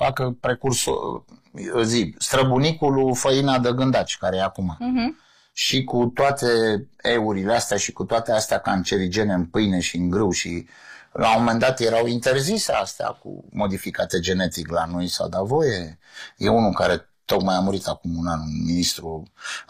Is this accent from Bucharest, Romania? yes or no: yes; Bucharest, Romania; Eu cred că sunt singurul bucureștean pe care o să-l cunoști tu